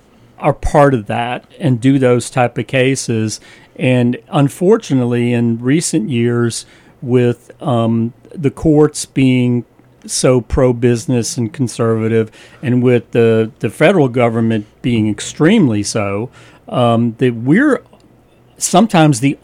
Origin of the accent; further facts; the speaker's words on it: Virginia, United States; my history goes back to being the only plaintiff's lawyer in a rural part of Virginia